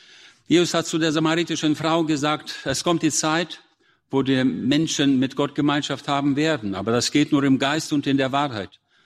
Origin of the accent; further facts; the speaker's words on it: Germany; wie wir als Deutsche das haben.